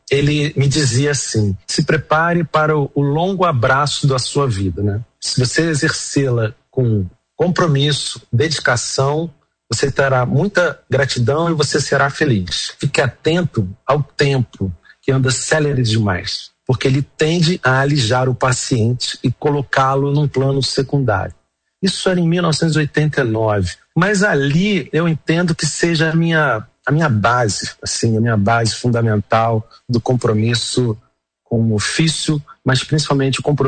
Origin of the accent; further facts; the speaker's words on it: Rio de Janeiro, Brazil; born there; Eu sou carioca, nasci no Rio de Janeiro e vim ao mundo por um obstetra, o meu tio-avô.